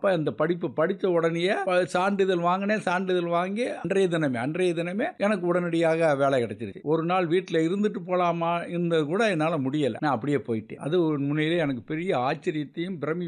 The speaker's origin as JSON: {"language": "Tamil", "town": "Madurai", "region": "Tamil Nadu", "country": "India", "also_born_or_lived": "Dindigul", "said": "மதுரை தான்."}